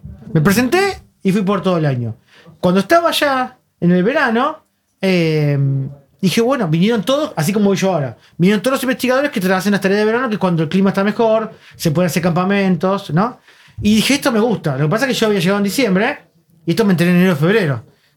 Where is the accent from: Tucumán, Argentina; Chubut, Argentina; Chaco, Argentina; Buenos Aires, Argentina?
Buenos Aires, Argentina